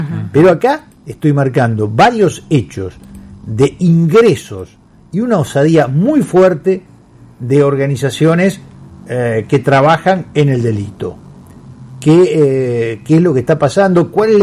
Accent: Santa Fe, Argentina; yo como vecino de Santa Fe hoy no tengo servicio municipal

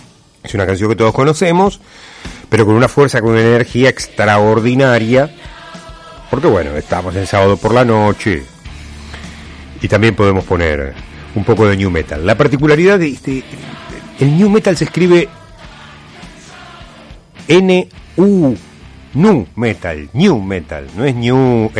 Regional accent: Argentina; ante todo somos argentinos

